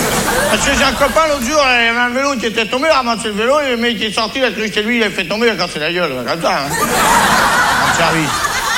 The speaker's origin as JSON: {"language": "French", "country": "France"}